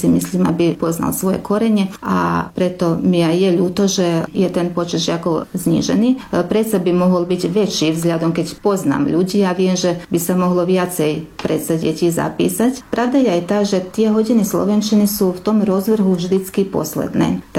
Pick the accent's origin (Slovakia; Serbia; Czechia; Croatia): Croatia; Ilok, Vukovar-Srijem County; My sme Slováci v Iloku sú špecificky práve tým, že sa líšime od ostatných Slovákov v Chorvátsku, pretože naši predkovia sa prisťahovali v rámci tzv. Sekundárnej migrácie po roku 1859, keď sa už mohli aj Slováci evanjelici sťahovať na tieto územia.